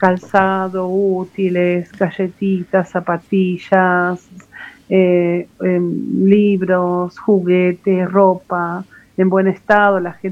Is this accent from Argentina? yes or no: yes; Argentina; Yo nací, salí a la vida y me crié ahí con los animalitos, en el monte bajo un árbol, no tenía luz, como un indiecito más